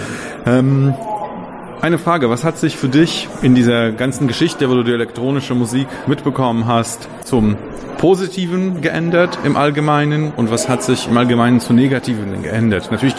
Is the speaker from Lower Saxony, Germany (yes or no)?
no; Frankfurt, Hesse, Germany; ich muss sagen, ich bin ja auch Frankfurter